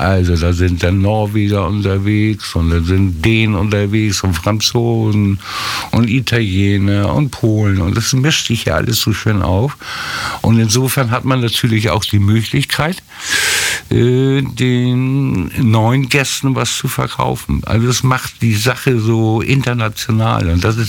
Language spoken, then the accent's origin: German; Hamburg, Germany; ich komme aus Hamburg